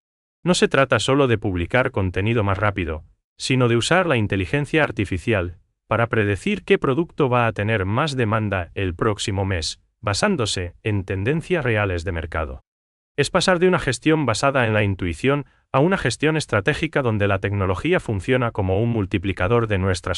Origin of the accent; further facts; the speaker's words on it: Paraguay; nos caracteriza como paraguayos